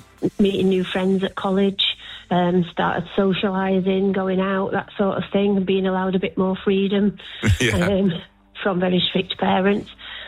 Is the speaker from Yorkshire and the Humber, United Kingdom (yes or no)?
yes; Barnsley, Yorkshire and the Humber, United Kingdom; moved away as an adult; also born or lived in Liverpool; I'm from Barnsley in South Yorkshire.